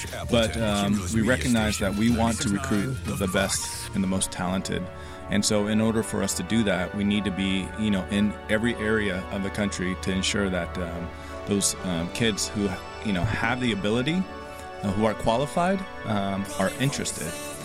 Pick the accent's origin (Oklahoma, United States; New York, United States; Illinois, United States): Oklahoma, United States; also born or lived in Korea; I'm an immigrant, and we moved to Oklahoma from Korea. And growing up there near Tinker, my story was that, you know, I went to air shows at Tinker Air Force Base